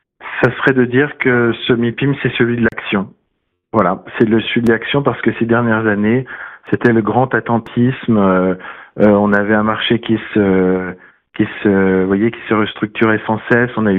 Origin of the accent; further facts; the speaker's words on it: France; en tant que Français, même si je suis dirigeant du MIPIM